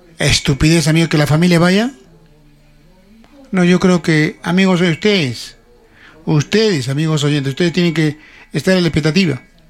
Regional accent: Cerro Colorado, Arequipa, Peru; now in Uchumayo, Peru; yo soy de Cerro Colorado, pero tengo mi DNI de Uchumayo, porque vivo en Uchumayo. Uchumayo me ha dado mi casa.

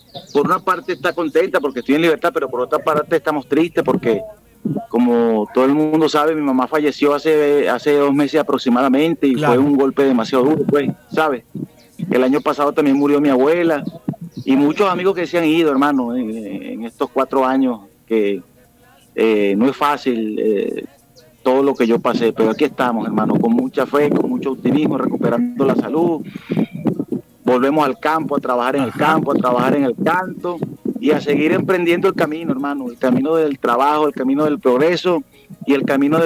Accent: Altagracia de Orituco, Guárico, Venezuela; Un saludo para todo mi pueblo de Altagracia, Orituco.

